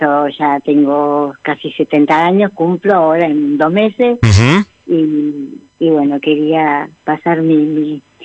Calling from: Mar del Plata, Buenos Aires Province, Argentina; de Mar del Plata

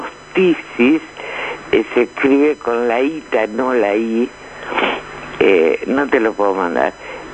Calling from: Greece; de Grecia.

